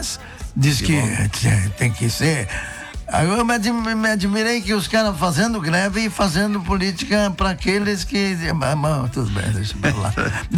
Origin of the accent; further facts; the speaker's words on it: Santa Maria, Rio Grande do Sul, Brazil; Lá em Boca do Monte, eu sou filho da Boca do Monte. Isso. Aliás, eu sou do Campestre, na Boca do Monte, né?